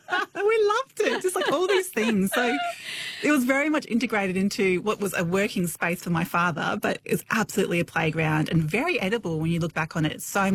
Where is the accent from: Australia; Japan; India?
Australia; Brisbane, Queensland; The community is so strong where I grew up in West End, Brisbane